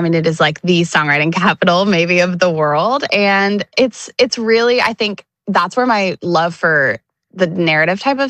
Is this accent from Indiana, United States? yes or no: yes; Carmel, Indiana, United States; moved away as an adult; now in Nashville, United States; I am a singer-songwriter originally from Carmel, Indiana, but now I live in Nashville, Tennessee.